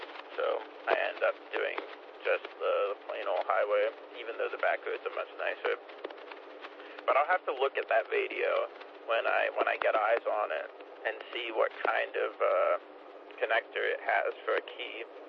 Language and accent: English; Wilmington, Delaware, United States; moved away; My hometown in Wilmington, Delaware.